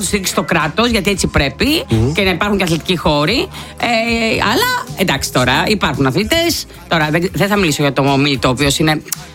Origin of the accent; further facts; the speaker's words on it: Nea Smyrni, Attica, Greece; επειδή είμαι γέννημα θρέμα νέο Μουρνιώτησα